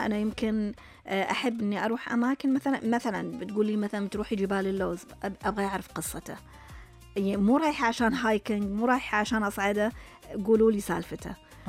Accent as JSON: {"language": "Arabic", "country": "Saudi Arabia", "said": "هنا في السعودية. يعني ما شاء الله ديرتنا قارة ما بين أجواء"}